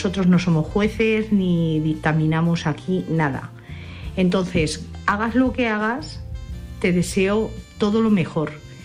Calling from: Madrid, Community of Madrid, Spain; de Madrid.

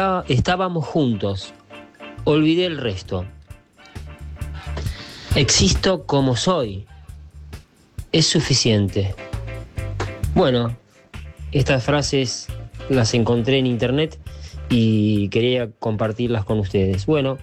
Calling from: Buenos Aires, Argentina; de La Paternal.

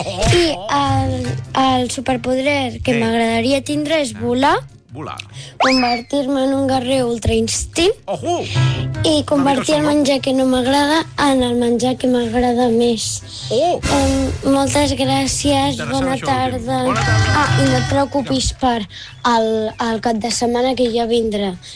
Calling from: Rubí, Catalonia, Spain

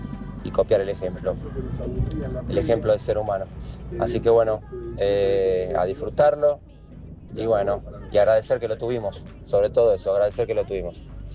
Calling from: Argentina

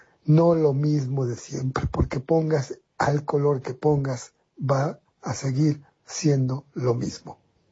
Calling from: State of Mexico, Mexico; del Estado de México.

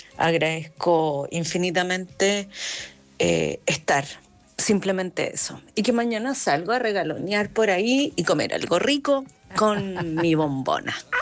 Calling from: Paine, Santiago Metropolitan Region, Chile

